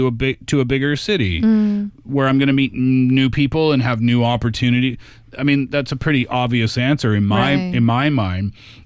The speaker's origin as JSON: {"language": "English", "town": "Tatamagouche", "region": "Nova Scotia", "country": "Canada", "said": "I'm from Tatamagush, Nova Scotia, population 1,000, right?"}